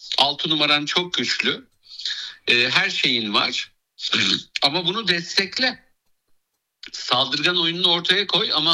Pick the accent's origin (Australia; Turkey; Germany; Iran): Turkey; Black Sea Region; Ben Fatih Hoca'yı çok çok cani gönülden seven bir Karadenizliyim.